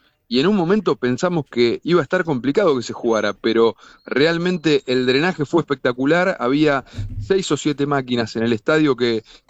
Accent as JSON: {"language": "Spanish", "country": "Argentina", "said": "somos la mayoría argentinos los que estamos aquí"}